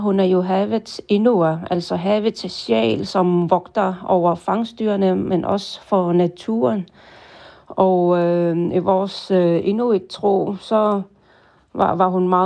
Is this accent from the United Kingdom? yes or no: no; Qaqortoq, Kujalleq, Greenland; Og dem ser vi heller ikke i Qaqortoq, der hvor jeg kommer fra. Så, jeg tror, dem fra Nuuk, de ser lidt flere militærfolk i uniformer på gadebilledet, men det er ikke tilfældet der, hvor jeg kommer fra i Sydgrønland.